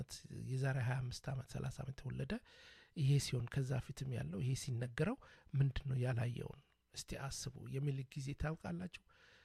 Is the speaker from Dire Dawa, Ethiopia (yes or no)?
yes; Dire Dawa, Ethiopia; now in Vancouver, Canada; በተለይ በኢትዮጵያ ውስጥ ያው ድሬዳዋ ነው ያደኩት ያደኩት ረመዳኑን ኢዱንም አብረን አክብረን ጥምቀቱንም ሁሉን አብረን